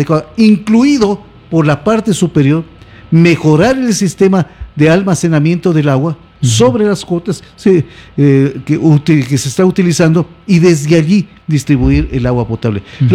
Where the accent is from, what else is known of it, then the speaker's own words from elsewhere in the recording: Loja, Ecuador; born there; Yo también nací aquí en Loja, vivo aquí en Loja